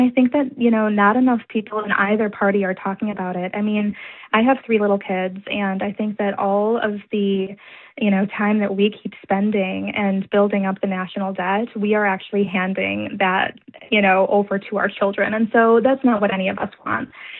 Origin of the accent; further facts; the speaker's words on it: Warren, Michigan, United States; I grew up here in Warren, Michigan, and my entire family has always worked for the auto industry.